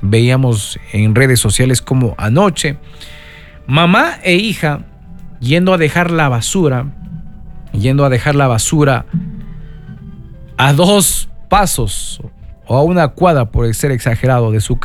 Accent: Ibarra, Imbabura, Ecuador; duele como ibarreño, duele como ecuatoriano

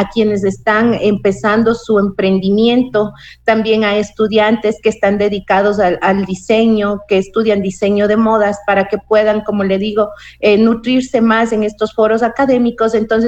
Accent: Ecuador; nosotros también como ecuatorianos

